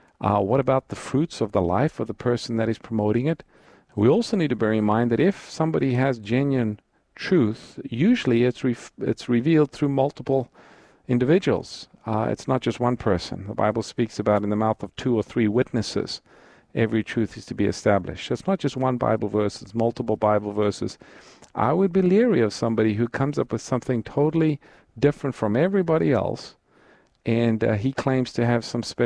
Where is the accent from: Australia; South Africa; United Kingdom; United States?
South Africa; moved away; I'm from South Africa, grew up there